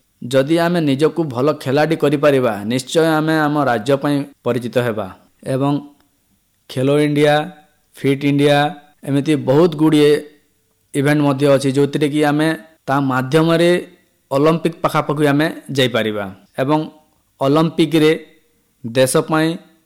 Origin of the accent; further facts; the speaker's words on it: Sarian, Odisha, India; ଦେଖନ୍ତୁ, ମୁଁ ଯେଉଁ ଗାଁରୁ ଆସିଛି, ଆମ ଗାଁର ନାମ ହେଉଛି ସରିଆଁ।